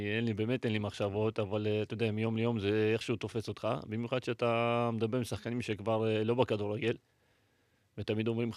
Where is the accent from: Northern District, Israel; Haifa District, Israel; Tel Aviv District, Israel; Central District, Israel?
Northern District, Israel; Nof HaGalil; גם גדלתי ברחובות שם בנוף הגליל, וגם במועדון עצמו, מילדים עד לבוגרים